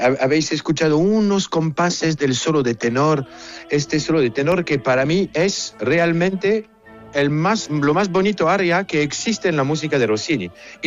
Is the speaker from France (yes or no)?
yes; France; Spanish is a second language; Yo soy francés, pero mi madre estaba española